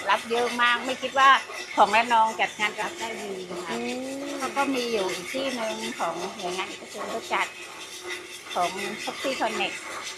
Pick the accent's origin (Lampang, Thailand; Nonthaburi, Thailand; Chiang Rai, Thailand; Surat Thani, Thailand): Surat Thani, Thailand; เป็นคนสุราษฎร